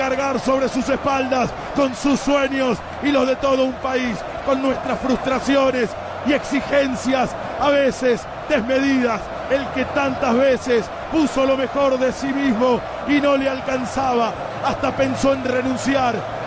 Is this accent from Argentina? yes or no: yes; Argentina; Somos argentinos